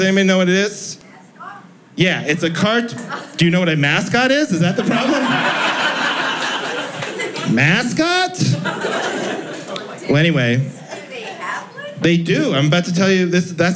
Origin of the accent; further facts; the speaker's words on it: Seattle, Washington, United States; growing up in Seattle